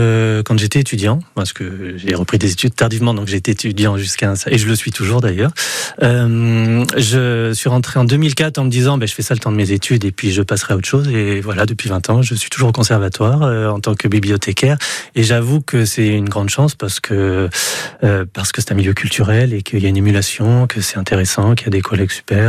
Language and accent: French; Royan, Nouvelle-Aquitaine, France; also born or lived in Grenoble; je suis né du côté de Grenoble, donc à côté des montagnes, mais je suis arrivé à Royan 2 mois.